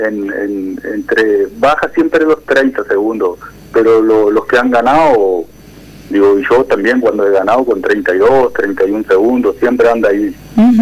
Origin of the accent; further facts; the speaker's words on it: Uruguay; nosotros como uruguayos